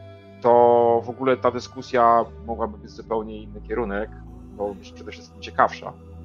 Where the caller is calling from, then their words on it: Netherlands; ja obecnie mieszkam w Holandii